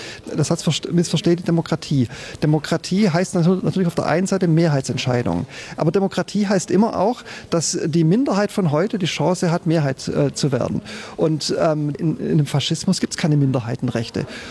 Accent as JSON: {"language": "German", "region": "Swabia", "country": "Germany", "accent": "Swabian", "lives_now": "Karlsruhe, Germany", "said": "Ich hatte ein bisschen Sorge wegen meinem Dialekt, weil ich eben doch sehr schwäbisch rede."}